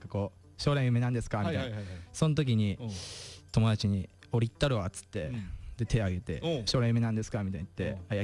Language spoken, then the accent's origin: Japanese; Shinjuku, Tokyo, Japan; きっかけはまあ地元新宿区なんで、